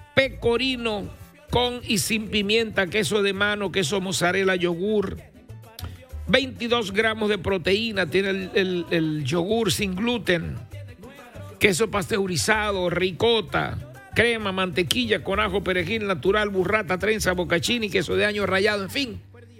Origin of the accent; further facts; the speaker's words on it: Maracaibo, Zulia, Venezuela; yo nací en Barrio Obrero, y viví en Barrio Obrero y fui vecino de los Silva.